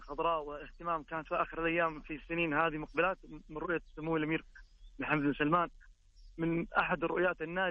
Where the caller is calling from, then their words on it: Taif, Makkah Province, Saudi Arabia; ابنكم من الطائف أنا.